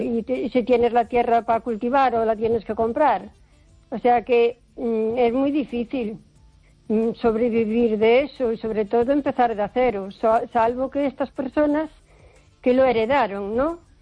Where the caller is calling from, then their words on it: O Carballiño, Galicia, Spain; Buenas noches, Esther … de Carballiño.